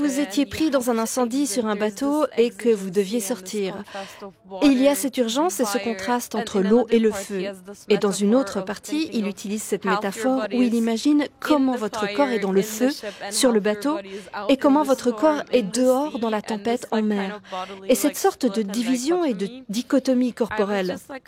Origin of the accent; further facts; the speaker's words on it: Turkey; accent: Turkish; first language Turkish; French is a second language; fait chaque petite trace d'accent turc que j'ai. Et on entend ces expressions idiomatiques propres à ma langue maternelle que j'utilise à peine. Je ne parle plus beaucoup turc dans ma vie